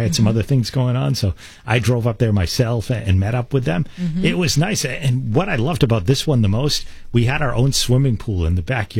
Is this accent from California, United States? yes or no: yes; California, United States; I grew up in California for context and frequently went camping in Yosemite National Park.